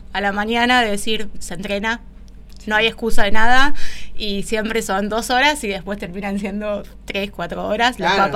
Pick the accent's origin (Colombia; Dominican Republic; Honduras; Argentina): Argentina; General Rodríguez, Buenos Aires Province; soy neta de acá de Rodríguez porque empecé de muy chiquita en Alem.